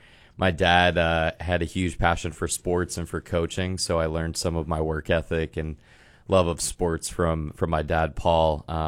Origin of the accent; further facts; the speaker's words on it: Sudbury, Massachusetts, United States; So I'm from just outside of Boston. I grew up in Sudbury, Massachusetts, with my younger sister, Mary, and my two parents, Claire and Paul.